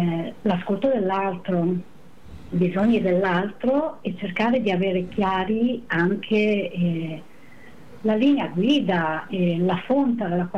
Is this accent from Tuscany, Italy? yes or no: yes; Tuscany, Italy; moved away as an adult; now in Ferrara, Italy; io non sono ferrarese, io vengo dalla Toscana, della provincia di Pistoia. E lì dove vivevo, dove sono diventata mamma e dove avevo l'attività